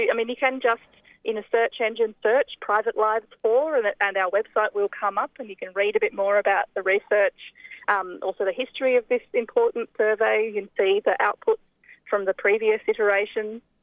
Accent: Tasmania, Australia; So I grew up in La Truita, Tasmania, in the south, in Hobart, in a country area out of the south of Hobart.

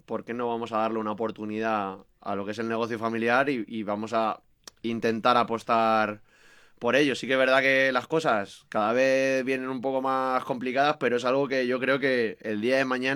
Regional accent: San Martín de la Vega, Community of Madrid, Spain; Ya hablo de San Martín, que ¿sí? es mi zona, mi pueblo.

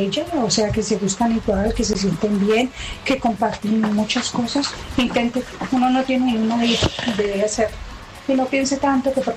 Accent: Paris, Île-de-France, France; soy de París, y escucho Candela, Candela, solo éxitos.

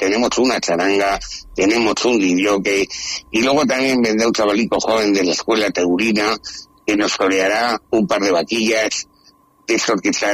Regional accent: Calatayud, Aragon, Spain; son las fiestas para nosotros, para Calatayud, sin decir que la Virgen de la Peña son malas fiestas. Ojo, son diferentes. Nosotros eso es una fiesta. Vamos, que lo vivimos desde crío. Yo tengo 58 años

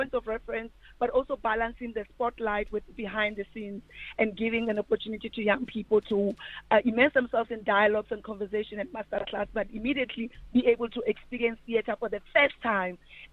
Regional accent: Qwaqwa, Free State, South Africa; also born or lived in Soweto; You know, I was born in Soweto, but I grew up in Qwaqwa.

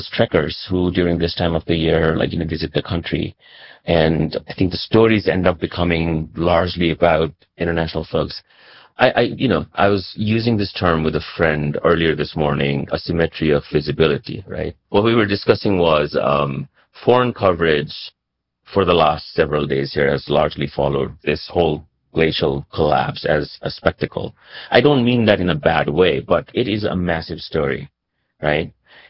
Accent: United States; I say this as a Nepali American, I'm an American citizen, was born and raised here.

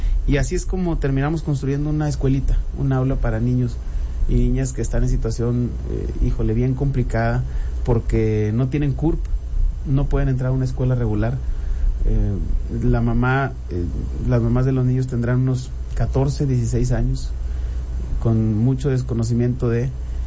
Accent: Saltillo, Coahuila, Mexico; Es el distrito que me vio nacer, que me vio crecer. Yo nací en el Hospital Magisterio y me crié toda mi vida en Lomas de Lourdes hasta que me casé.

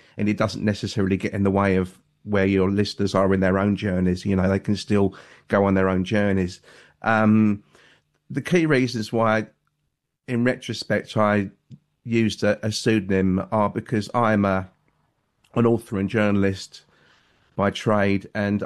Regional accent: England, United Kingdom; That made me feel really at home as an Englishman.

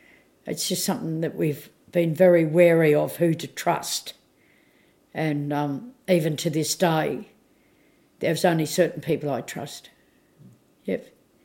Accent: Tasmania, Australia; See, where I come from, where I was born and brought up in Tassie, we have Maningenna Day every the first Saturday of every of December, and a lot of us here on the mainland go home for that.

